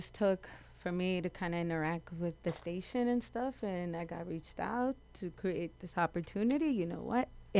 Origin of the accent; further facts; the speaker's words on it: Chicago, Illinois, United States; now in Boise, United States; I'm from Chicago